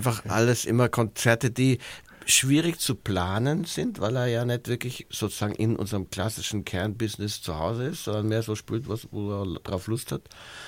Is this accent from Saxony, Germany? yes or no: no; Bavaria, Germany; moved away as an adult; now in Vienna, Austria; ich bin groß geworden in der Gegend von München